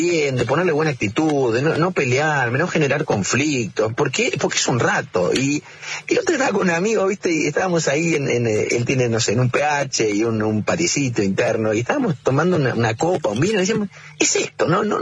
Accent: Córdoba, Argentina; born there; En la ciudad de Córdoba.

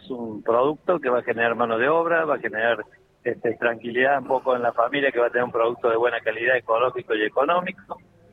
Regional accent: La Rioja, Argentina; Vengo de La Rioja, estoy en La Rioja

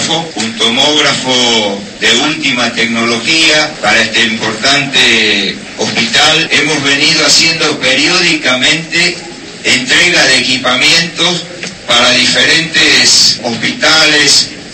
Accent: Tucumán, Argentina; Como gobernador de la provincia, pero como tucumano fundamentalmente, me siento orgulloso de la salud pública de la provincia de Tucumán.

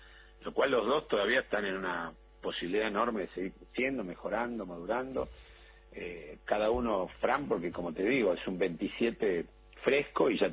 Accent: Argentina

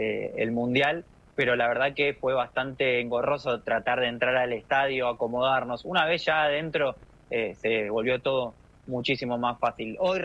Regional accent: Argentina; somos todos de Argentina.

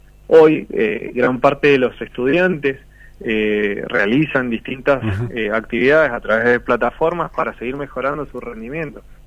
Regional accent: Argentina; como argentinos nos atraviesa completamente

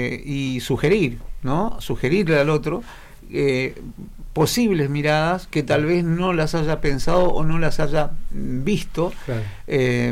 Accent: Río Turbio, Santa Cruz, Argentina; Somos santacruceños y somos del viento, ¿no?

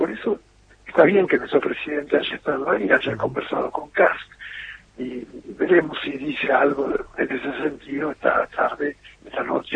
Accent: Argentina

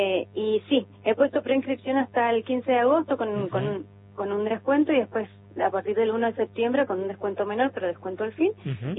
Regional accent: San Juan, Argentina; now in Córdoba, Argentina; yo soy sanjuanina, pero vivo en Córdoba hace mucho tiempo

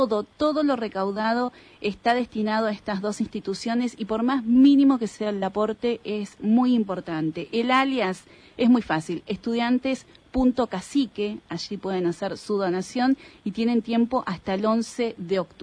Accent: Río Mayo, Chubut, Argentina; also born or lived in Comodoro Rivadavia; now in Esquel, Argentina; soy de Río Mayo, mi documento dice nacida en Comodoro Rivadavia, pero mi corazón está en Río Mayo, esquelense por adopción y elección

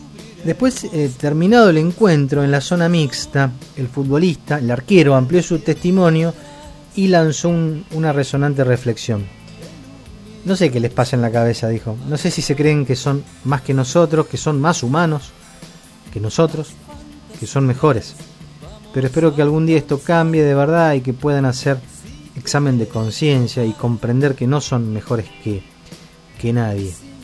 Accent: Argentina; Nosotros como argentinos

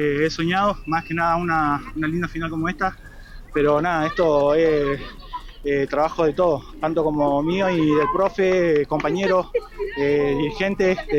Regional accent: Tucumán, Argentina; Vengo de Tucumán. Llegué hace 3 meses ya que estamos acá

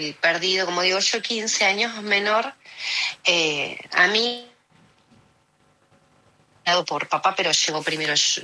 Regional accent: Banfield, Buenos Aires Province, Argentina; now in Canning, Argentina; Yo, bueno, zona sur, yo me crié en Banfield.

